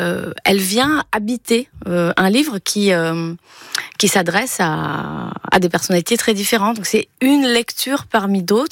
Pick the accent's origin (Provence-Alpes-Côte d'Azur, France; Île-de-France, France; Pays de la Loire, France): Provence-Alpes-Côte d'Azur, France; Grasse; j'ai grandi à Grasse.